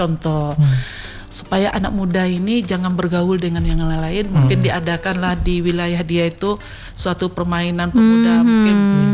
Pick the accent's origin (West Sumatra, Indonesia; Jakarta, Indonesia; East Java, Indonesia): West Sumatra, Indonesia; kita orang Minang